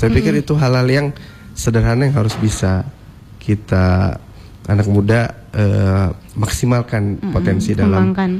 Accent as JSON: {"language": "Indonesian", "region": "Gorontalo", "country": "Indonesia"}